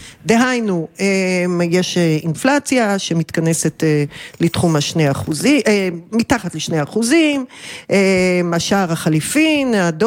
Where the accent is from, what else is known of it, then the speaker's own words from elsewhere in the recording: Tel Aviv, Tel Aviv District, Israel; לא, לא, אני ממש תל אביבית, אפילו בצפון, צפון תל אביב.